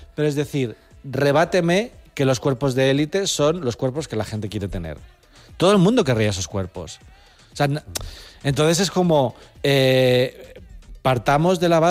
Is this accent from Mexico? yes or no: no; Alcorcón, Community of Madrid, Spain; yo no nací en Alcorcón porque no había hospital en el 84, pero yo he vivido toda la vida en Alcorcón.